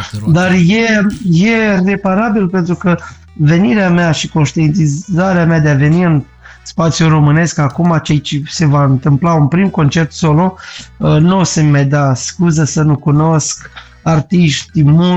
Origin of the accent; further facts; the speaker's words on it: Ungheni, Ungheni District, Moldova; Păi eu sunt de acolo.